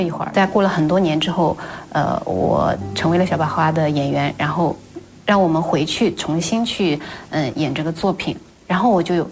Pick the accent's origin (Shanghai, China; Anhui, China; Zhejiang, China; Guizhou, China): Zhejiang, China; Shengzhou; 因为我的家乡是嵊州，我对越剧不陌生。